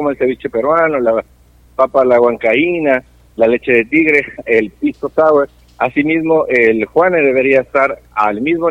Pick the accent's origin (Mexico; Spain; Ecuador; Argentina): Ecuador; yo que soy de Ecuador, del norte del Perú, conozco, y los incas llegaron incluso a colonizar los pueblos de donde yo soy originario.